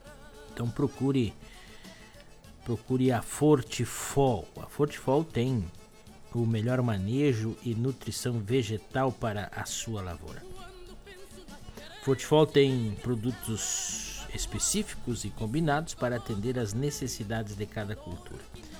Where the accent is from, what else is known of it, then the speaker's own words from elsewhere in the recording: Rio Grande do Sul, Brazil; nós somos gaúchos